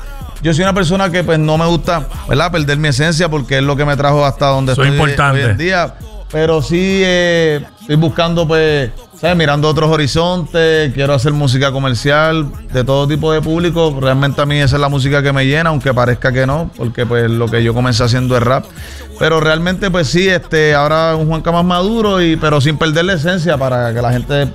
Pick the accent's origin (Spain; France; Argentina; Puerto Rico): Puerto Rico; Cataño; Hansel, pues, es un muchacho que es nacido y criado conmigo, somos del mismo pueblo, somos de Cataño, nos conocemos mucho antes de la música, ¿verdad?